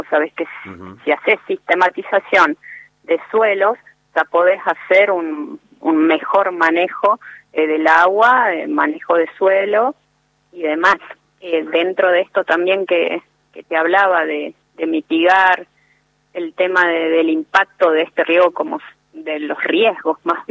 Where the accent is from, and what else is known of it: Argentina